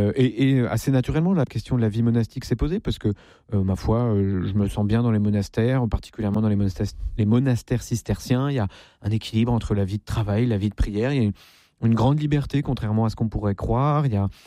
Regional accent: Versailles, Île-de-France, France; born or raised there

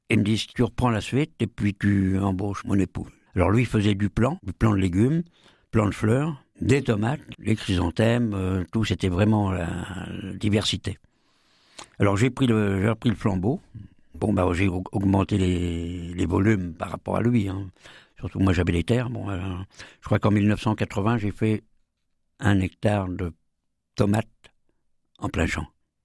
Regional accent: Frontenay-sur-Dive, Nouvelle-Aquitaine, France; je suis originaire de Frontenay-sur-Dive, à côté de Saint-Jean-de-Sauve, entre Mirbeau et Loudun, Nord-Vienne. J'y suis toujours.

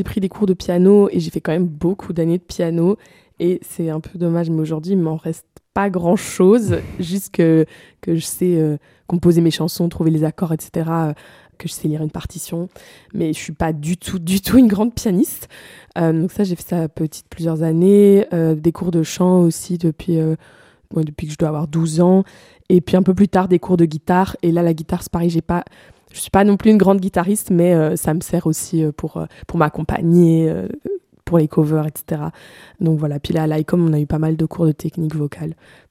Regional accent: Blanc-Mont, Wallonia, Belgium; Moi j'ai 23 ans, je viens de Blanc-Mont, c'est un petit village près de Louvain-la-Neuve. Donc voilà, j'ai grandi là, puis j'ai été à l'école là.

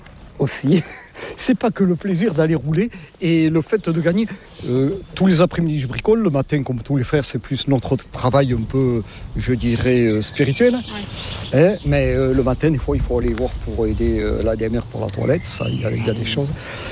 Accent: Saint-Vincent-de-Paul, Nouvelle-Aquitaine, France; Avec mon accent, je ne suis pas du nord de la Loire, hein, non. Je suis des Landes, hein, du pays de Saint-Vincent-de-Paul.

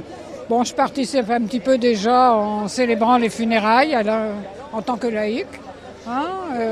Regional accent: Aire-sur-la-Lys, Hauts-de-France, France; D'Air sur la Lys.

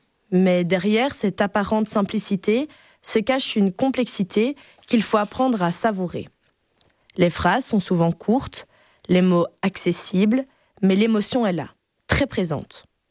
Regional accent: Belgium; On reste bien chez nous, en Belgique

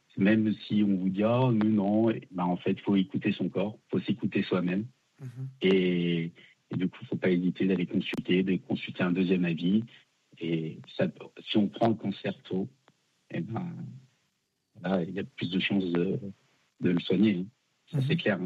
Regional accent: Lyon, Auvergne-Rhône-Alpes, France; Oui, donc c'est ce que je te disais, donc je viens de Lyon.

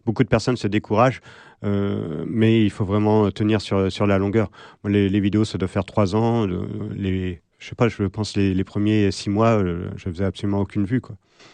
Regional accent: Angers, Pays de la Loire, France; je suis né à Angers, j'ai toujours vécu à Angers.

